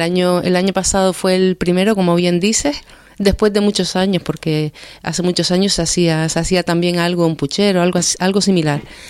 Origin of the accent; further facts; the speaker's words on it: Canary Islands, Spain; deberíamos vivirlo como canarios